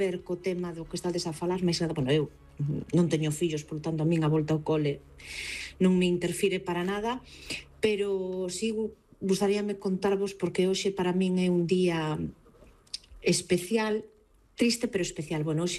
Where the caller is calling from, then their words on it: Ferrol, Galicia, Spain; Ola, boas tardes … de Ferrol.